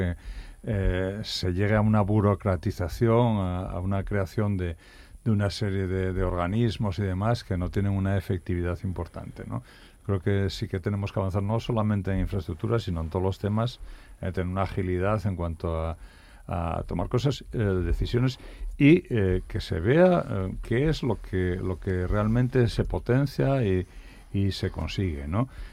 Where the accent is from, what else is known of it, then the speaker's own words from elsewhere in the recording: Salas, Asturias, Spain; born there; yo nací en Salas